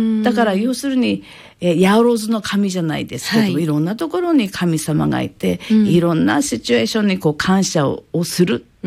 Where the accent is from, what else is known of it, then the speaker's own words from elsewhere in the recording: Hokkaido, Japan; born there; 言った通り私北海道生まれ、太平洋側ですよね、うん、日本側で海側で生活するっていうのは本当初めてなので